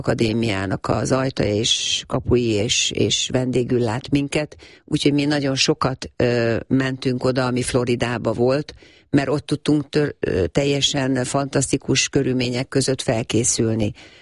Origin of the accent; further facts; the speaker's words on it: Hungary; én nagyon büszke vagyok, és voltam mindig is, hogy magyarként szeretném.